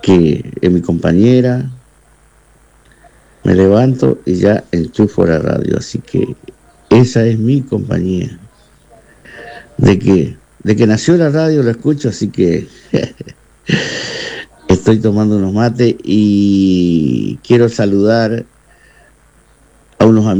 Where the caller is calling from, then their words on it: Villa Ángela, Chaco, Argentina; le habla de Villa Ángela